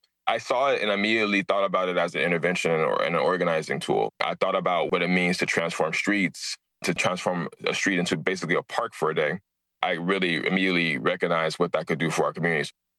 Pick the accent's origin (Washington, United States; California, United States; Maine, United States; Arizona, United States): California, United States; Los Angeles; I grew up in South LA, and I'm born in Angeles, very, very much a diehard Angeleno here, and was born and raised in a community where issues of displacement, gentrification were starting to come to the forefront.